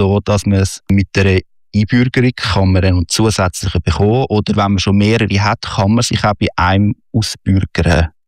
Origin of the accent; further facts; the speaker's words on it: Illnau-Effretikon, Zurich, Switzerland; Ich habe mich da zum Beispiel in Ilnau-Effretiken einbürgern lassen als Schweizer. Das heisst, ich habe jetzt noch einen zweiten Heimatort bekommen, weil ich bin da aufgewachsen.